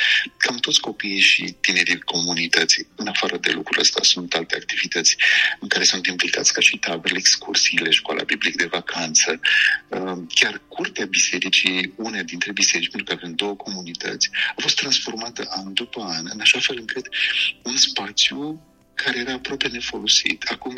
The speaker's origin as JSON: {"language": "Romanian", "country": "Romania", "moved": "yes", "lives_now": "Vienna, Austria", "said": "noi suntem români în Viena sau în Austria"}